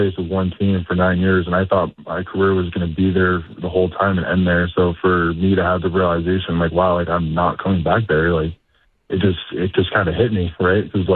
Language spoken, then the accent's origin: English; Massachusetts, United States; now in New Jersey, United States; And now, honestly, I've been loving Jersey. I'm from Massachusetts, so it's only a couple of hours from where I'm from